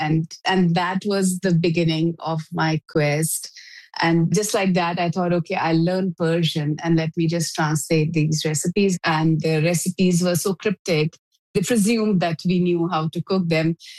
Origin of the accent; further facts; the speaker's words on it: Rampur, Uttar Pradesh, India; I was researching historical fiction in my hometown, Rampur, which is about 200 kilometers from Delhi.